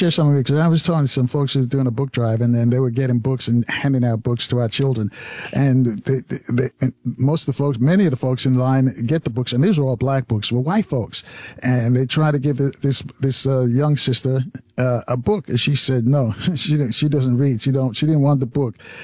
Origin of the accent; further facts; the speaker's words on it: New York, United States; growing up in New York